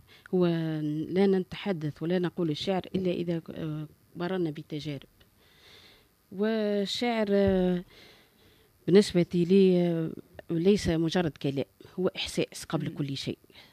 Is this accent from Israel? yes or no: no; Tunisia; بالنسبة لي ولكل امرأة تونسية